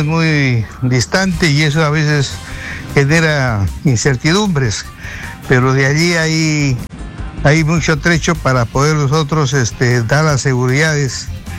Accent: Peru; los peruanos, que pasamos aquí una serie de inconvenientes para llevar el pan cada día.

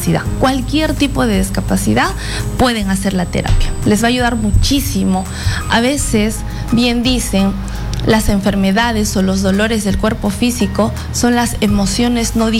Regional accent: Arequipa, Peru; Yo soy de Arequipa

